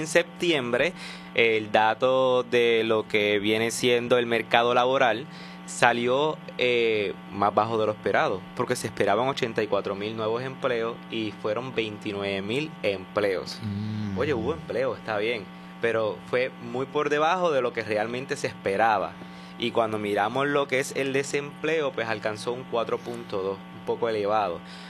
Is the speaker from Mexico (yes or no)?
no; Puerto Rico; nosotros como puertorriqueños